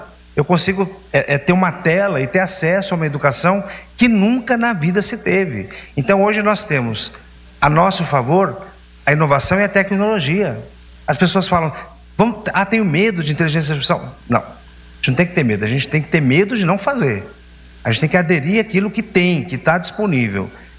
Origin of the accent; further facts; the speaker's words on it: Piraju, São Paulo, Brazil; moved away; Eu sou daqui. Eu nasci aqui em Piraju, morei no teto, andei descalço, joguei bolinha de gude, pé vermelho.